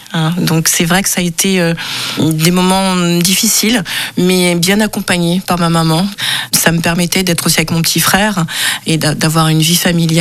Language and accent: French; Cameroon